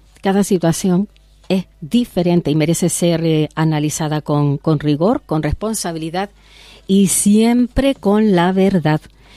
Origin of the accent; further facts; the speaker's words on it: Canary Islands, Spain; Y Canarias conoce esta realidad de primera mano. Por nuestra posición geográfica somos frontera sur de Europa